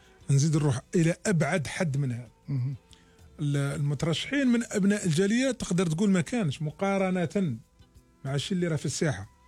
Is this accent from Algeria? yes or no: yes; Algeria; now in Canada; ما يهمناش كجزائريين ولا كجالية بل كمواطنين كنديين